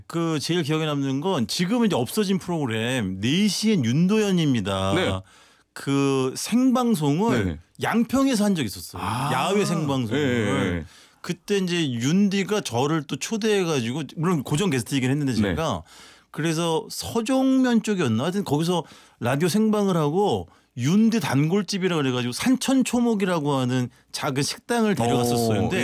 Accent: Seoul, South Korea; 저는 이제 그냥 서울이 고향이어서 그런 추억이 일절 없거든요.

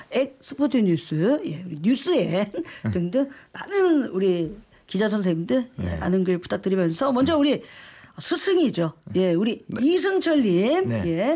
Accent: Daegu, South Korea; 저도 대구 출신이어서 네.

